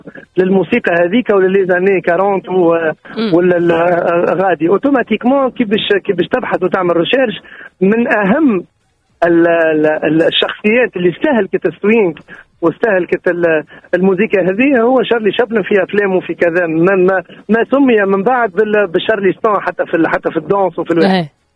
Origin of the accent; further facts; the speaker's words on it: Tunisia; وبالنسبة للفني أنا فنان أنا فنان تونسي